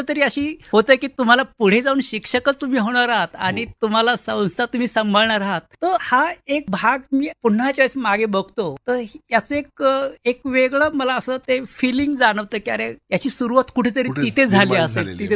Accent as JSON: {"language": "Marathi", "town": "Rajewadi", "region": "Maharashtra", "country": "India", "tie": "born there", "said": "माझा जन्म हा भीमाशंकर जे एक तीर्थक्षेत्र आहे, 12 ज्योतिर्लिंगापैकी एक असलेलं हिमालयाच्या सह्याद्रीच्या रांगेमध्ये असलेलं भीमाशंकर, त्या भीमाशंकर पासून 20 किलोमीटर अलीकडे असणार एक राजेवाडी असं छोटस गाव आहे."}